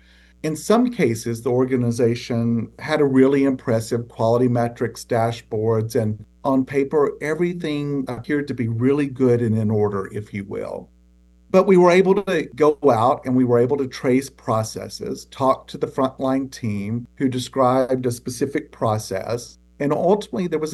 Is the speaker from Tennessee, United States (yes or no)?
yes; Tennessee, United States; I started out at the bedside as an emergency department nurse in a critical access hospital located in my hometown in Tennessee.